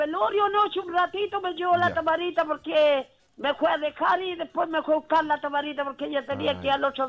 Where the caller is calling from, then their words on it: San Luis de Manantiales, Chile; De San Luis de Manantiales